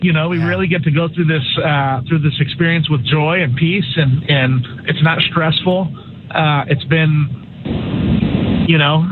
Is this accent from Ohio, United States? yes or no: no; Sacramento, California, United States; And I grew up in Sacramento, so I was a Laker fan when the Kings were good